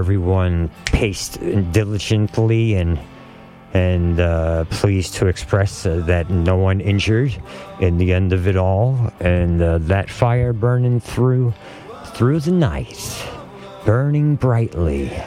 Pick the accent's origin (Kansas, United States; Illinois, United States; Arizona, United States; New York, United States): New York, United States; New York City; I grew up in the King's Mountain in Brooklyn.